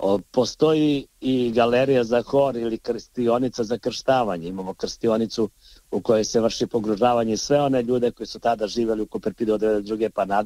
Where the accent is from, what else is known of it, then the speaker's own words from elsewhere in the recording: Podgorica, Montenegro; Kao, na primjer, kod nas u Podgorici postoji manastir Dajbabe, to je periferija grada.